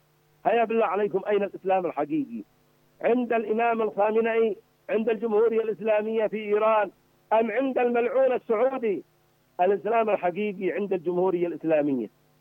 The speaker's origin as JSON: {"language": "Arabic", "country": "Yemen", "said": "ونحن كشعب يمني شعب حر"}